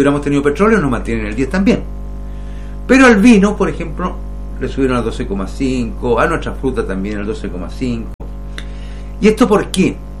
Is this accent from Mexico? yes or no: no; Chile